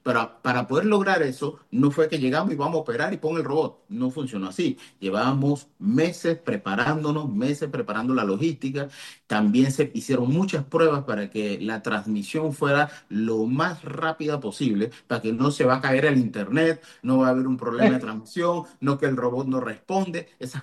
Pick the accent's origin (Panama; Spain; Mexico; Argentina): Panama; tenemos que sentirnos orgullosos todos como panameños